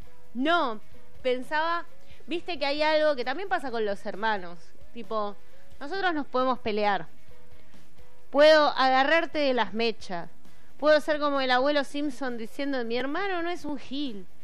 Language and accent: Spanish; Villa Gesell, Buenos Aires Province, Argentina; yo, por ejemplo, soy de Villa Gesell